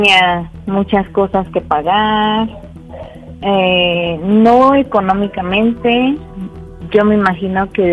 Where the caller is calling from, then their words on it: Mexico City, Mexico; Tengo 30 años y soy de Iztapalapa.